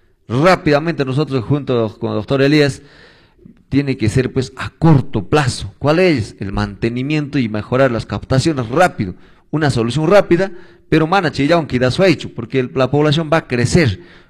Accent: Cusco, Peru; de nuestro gobierno regional que nos corresponde a los chumbilcanos por derecho, hermanos, porque somos cusqueños.

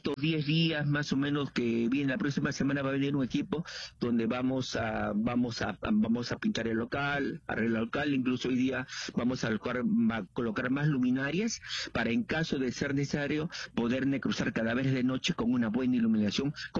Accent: Ica, Peru; yo vengo de la provincia de Ica

